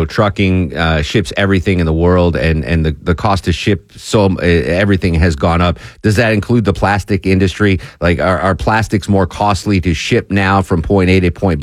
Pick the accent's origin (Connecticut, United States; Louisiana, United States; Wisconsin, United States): Connecticut, United States; I grew up in Connecticut